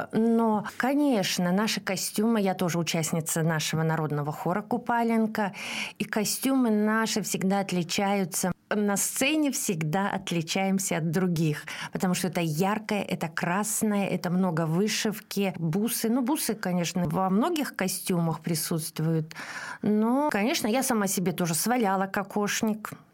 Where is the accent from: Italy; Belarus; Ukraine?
Belarus; now in Komi Republic, Russia; Я родилась и выросла в Белоруссии